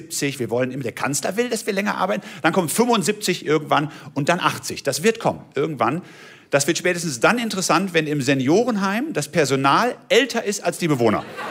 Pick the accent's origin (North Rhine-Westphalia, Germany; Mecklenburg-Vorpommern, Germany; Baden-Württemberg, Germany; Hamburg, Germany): North Rhine-Westphalia, Germany; Haltern am See; moved away; ich komme aus Haltern am See, da rief eine Zuschauerin im Publikum, in Haltern gibt's einen See?